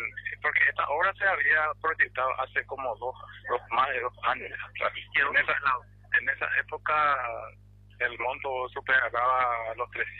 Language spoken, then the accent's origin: Spanish; Ciudad del Este, Alto Paraná, Paraguay; La mayoría somos de Ciudad del Este